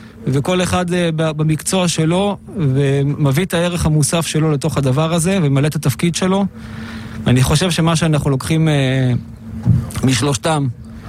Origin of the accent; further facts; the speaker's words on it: Southern District, Israel; אני מאזור הדרום.